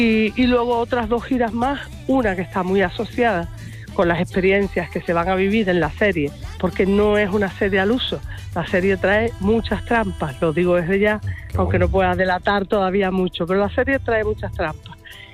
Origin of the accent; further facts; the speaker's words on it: Arrecife, Canary Islands, Spain; born there; se está terminando de empezar ahora en Arrecife, porque es el sitio donde yo nací, ¿no?